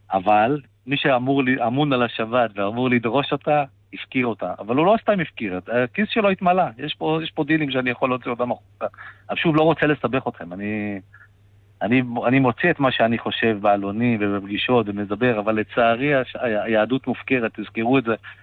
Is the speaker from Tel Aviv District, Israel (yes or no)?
yes; Tel Aviv, Tel Aviv District, Israel; אני תל אביבי שמתעסק גם בענף המסעדות